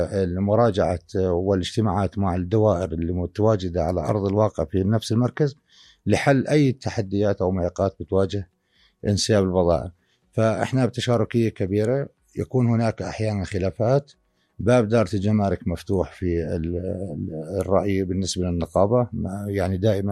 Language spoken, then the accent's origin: Arabic; Jordan; احنا عندنا بالأردن